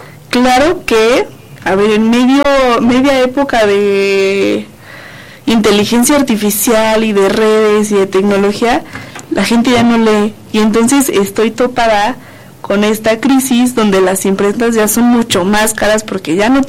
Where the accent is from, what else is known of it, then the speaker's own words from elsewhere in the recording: Querétaro, Mexico; born there; yo nací aquí en Querétaro, pero pues mis papás sí son migrantes, digámoslo, internos.